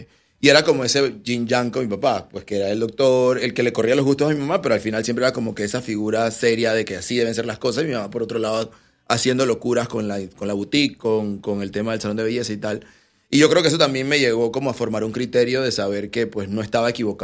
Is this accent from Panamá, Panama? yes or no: yes; Panama City, Panamá, Panama; yo soy panameño, mi mamá es brasileña, igual creció también en Panamá. O sea, se vino desde muy niña a Panamá. Mi papá es de La Chorrera. Y bueno, crecí en Villa de las Fuentes y La Alameda, por allá okay. Por El Dorado.